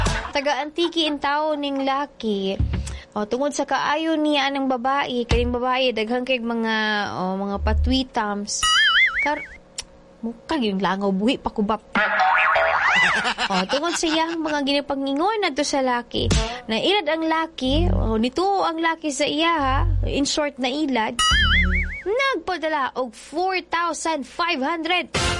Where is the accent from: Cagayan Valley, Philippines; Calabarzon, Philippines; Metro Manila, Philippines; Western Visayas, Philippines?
Western Visayas, Philippines; Sa FB ko lang siya nakilala, sir, pero taga Antique po ako. Taga Malaybalay Bukid nun po.